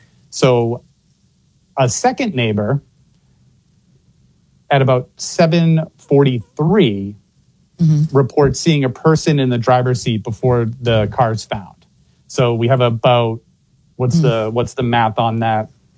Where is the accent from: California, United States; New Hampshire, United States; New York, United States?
New Hampshire, United States; born there; now in Massachusetts, United States; I was born in New Hampshire. I'm familiar with the White Mountains.